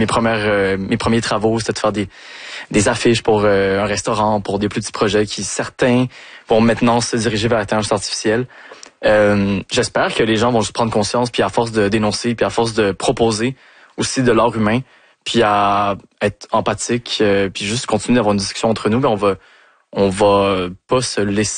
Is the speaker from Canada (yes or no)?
yes; Montreal, Quebec, Canada; c'est un peu l'histoire de être un enfant de la diaspora à Montréal. Donc moi, j'ai grandi en revenant au Chili à chaque année.